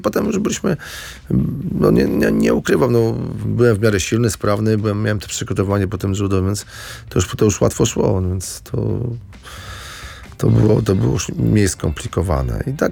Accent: Warsaw, Masovian Voivodeship, Poland; mieszkałem na Ochocie jako dziecko, na Grójeckiej.

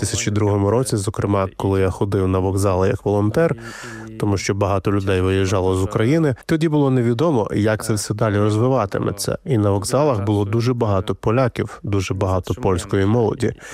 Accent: Poland; Ukrainian is a second language; лише через деякий час згадую, що я з Польщі

